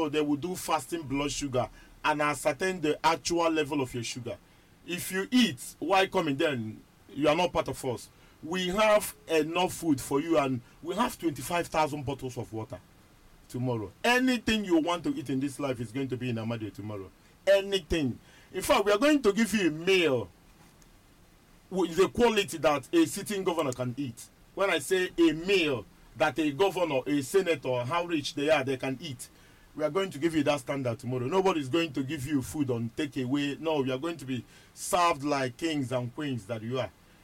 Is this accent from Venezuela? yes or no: no; Nigeria; I am a Nigerian.